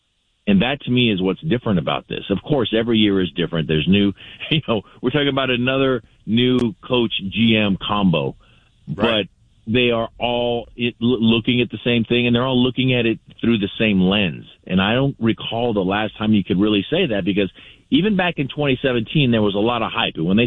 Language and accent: English; Barstow, California, United States; when I was in junior college for my hometown newspaper, the Barstow Desert Dispatch.